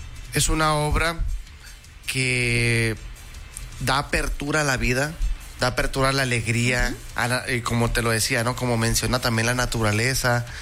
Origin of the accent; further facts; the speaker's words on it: Chihuahua, Mexico; 5 somos orgullosamente chihuahuenses.